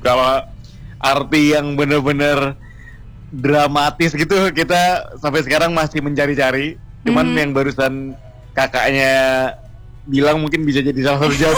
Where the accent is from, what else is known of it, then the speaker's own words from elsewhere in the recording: Surabaya, East Java, Indonesia; Iya, kami dari Surabaya.